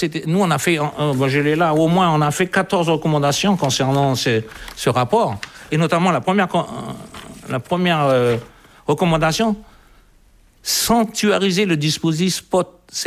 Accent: Mont-Dore, South Province, New Caledonia; born there; Enfin, moi, je suis né au Mont d'Or, donc je connais le Mont d'Or un peu.

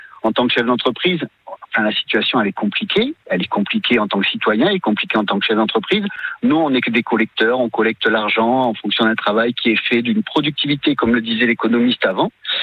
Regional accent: France; mais elle a le courage, en tout cas politiquement et même en tant que Française, de mettre sur la table des sujets qui nous concernent tous.

